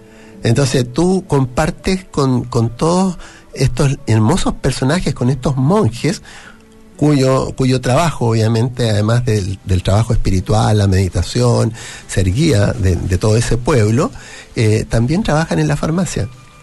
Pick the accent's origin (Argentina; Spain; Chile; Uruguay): Chile; soy farmacéutico de Chile